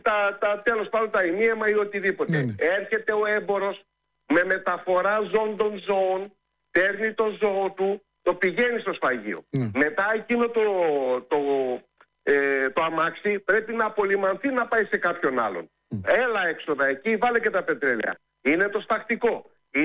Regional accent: Epirus, Greece; born or raised there

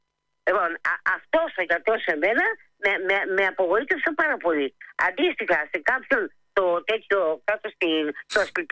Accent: Chalcis, Central Greece, Greece; Γιατί είμαι από τη Χαλκίδα και δεν τη γυρίζω πίσω.

